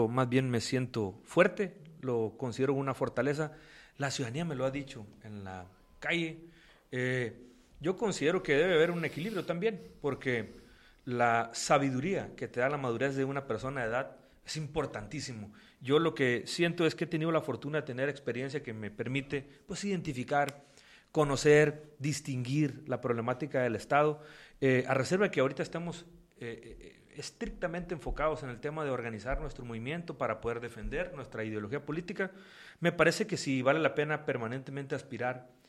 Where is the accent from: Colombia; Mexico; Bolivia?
Mexico; La Reforma, Sinaloa; moved away as an adult; now in Culiacán, Mexico; yo estoy muy orgulloso de haber nacido y crecido en la Reforma. Y ahí viví hasta mis 18 años, que fue cuando terminé la prepa. Ya luego me mudé a Culiacán, ahí me puse a estudiar, ahí vinieron luego mis hijas, ya me quedé en Culiacán.